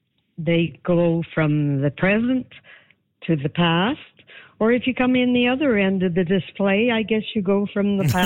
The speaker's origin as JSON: {"language": "English", "town": "Armstrong", "region": "British Columbia", "country": "Canada", "tie": "born or raised there", "said": "Well, I grew up in Armstrong, so like every Armstrong kid, I've been going to the fair for a long time."}